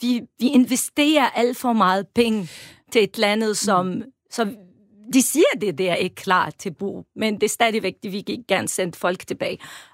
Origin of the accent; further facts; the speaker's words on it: Homs, Homs Governorate, Syria; Danish is a second language; now in Denmark; Jeg kommer fra Homs, hver anden dag vil høre om nogen, der bliver dræbt. Men selvfølgelig, jeg savner min barndom hjem.